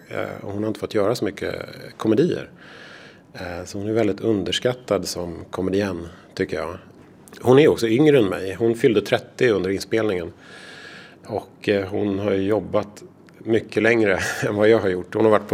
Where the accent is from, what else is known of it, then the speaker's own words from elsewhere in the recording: Sweden; moved away as an adult; jag var en kortfilmare från Sverige.